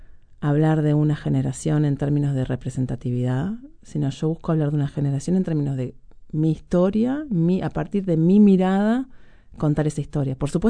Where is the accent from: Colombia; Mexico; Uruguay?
Uruguay; Montevideo; also born or lived in Buenos Aires; now in New York, United States